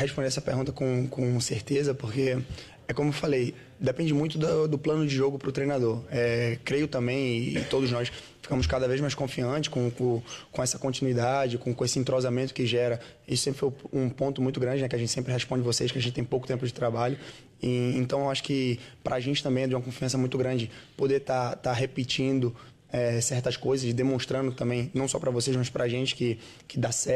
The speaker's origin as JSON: {"language": "Portuguese", "town": "João Pessoa", "region": "Paraíba", "country": "Brazil", "moved": "yes", "said": "sou de João Pessoa"}